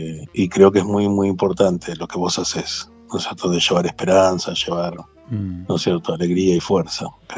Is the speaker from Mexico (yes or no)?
no; Chacabuco, Buenos Aires Province, Argentina; born there; moved away; cuando voy para mi pueblo, porque yo soy de Chacabuco, provincia de Buenos Aires